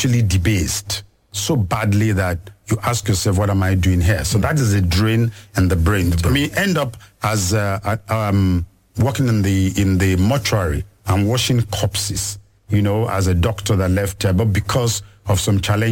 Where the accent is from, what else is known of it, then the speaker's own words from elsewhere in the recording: Lagos, Nigeria; I saw the first doctor in my life in Ajegunle, where I grew up in Lagos.